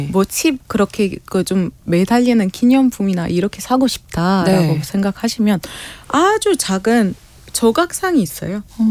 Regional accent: Alexandria, Alexandria Governorate, Egypt; born or raised there; moved away

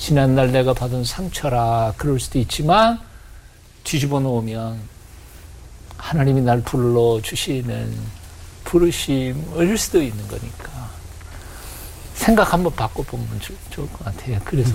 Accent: Chuncheon, Gangwon, South Korea; 지금은 제 고향 춘천이 의암 때문에 막혀가지고 호수가 돼버렸죠.

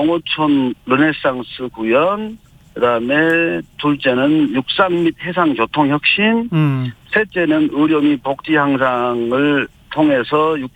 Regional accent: Sinan, South Jeolla, South Korea; 여기 내 고향 신안에 대한 준비를 하다가

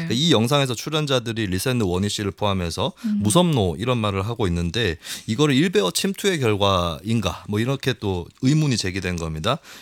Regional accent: Gyeongsang, South Korea; 그러니까 제가 경상도 출신인데요.

